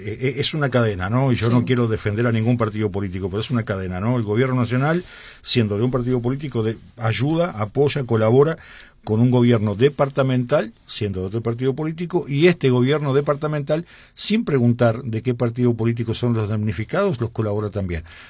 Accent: Uruguay; Yo, como uruguayo

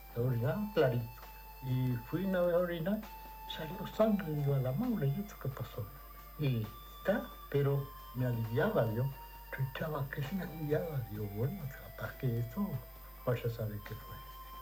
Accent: Melo, Cerro Largo, Uruguay; Soy aquí de Melo.

